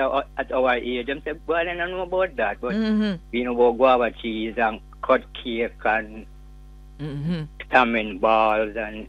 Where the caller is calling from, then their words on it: Kingston, Jamaica; From 3 miles here.